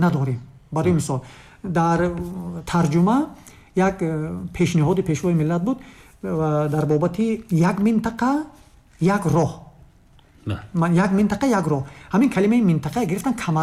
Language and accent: Persian; Tajikistan; ما تاجیکیم، تاجیکیم به این معنا که ملت خاصیم، زبان خاص داریم، نام و نسب خاص داریم